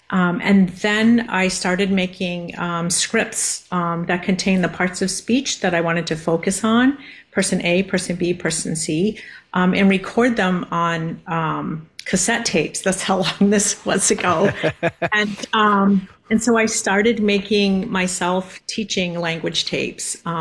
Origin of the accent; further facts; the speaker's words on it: Mashpee, Massachusetts, United States; I'm from the Mashpee Wampanoag tribe